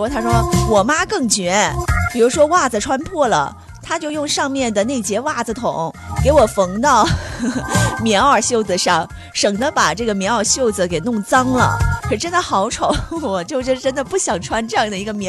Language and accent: Chinese; Guiyang, Guizhou, China; 因为我的家乡是在贵州贵阳，然后冬天的话还是有点冷啊，虽然比不上东北那边，